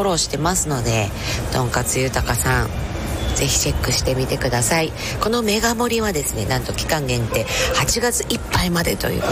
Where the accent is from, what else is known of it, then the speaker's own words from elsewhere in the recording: Iwaki, Fukushima, Japan; 私いわき市内郷の出身で高坂小学校内郷一中の出身でございます。